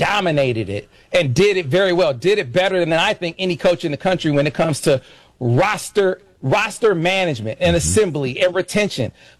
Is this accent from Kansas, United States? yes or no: no; Flint, Michigan, United States; The very first domino to fall was obviously Trey McKinney from my hometown of Flint.